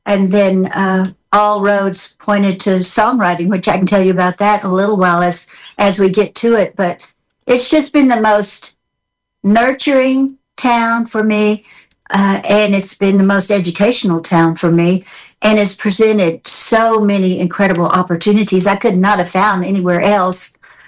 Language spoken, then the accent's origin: English; Memphis, Tennessee, United States; I grew up in Memphis